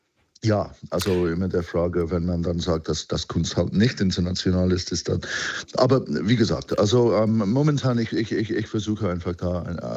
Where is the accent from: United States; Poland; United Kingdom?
United Kingdom; now in Germany; Ich bin Brite, genau.